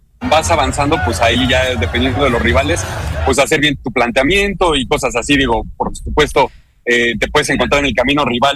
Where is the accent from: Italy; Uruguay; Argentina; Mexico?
Mexico